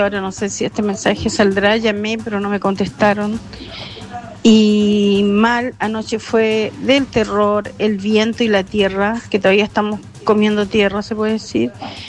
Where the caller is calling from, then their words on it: Chile; llamo de Los Verdes.